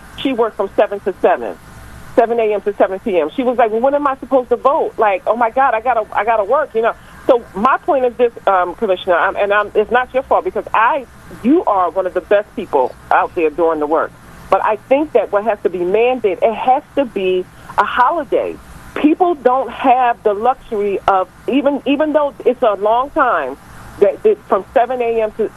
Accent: United States; I was born and raised in Chestnut Hill. My dad still lives there. Been living there for 50 years.

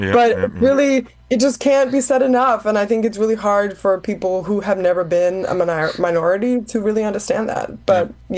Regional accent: Denmark; English is a second language; maybe because I grew up in Europe, right? I'm Danish, Congolese, I'm not African-American

